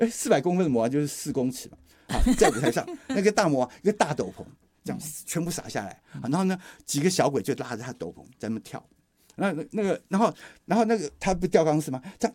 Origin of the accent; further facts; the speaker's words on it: Taiwan; 我们台湾这边